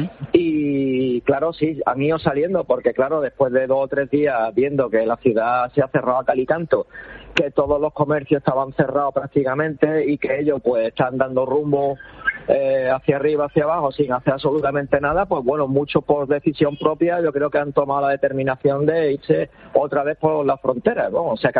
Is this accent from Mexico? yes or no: no; Spain; entendemos que se nos ha abandonado como pueblo, como ciudad española que somos, ¿no?